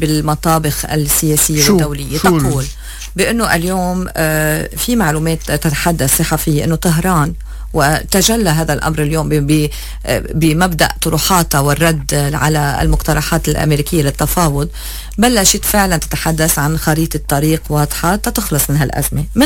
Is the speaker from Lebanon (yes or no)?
yes; Lebanon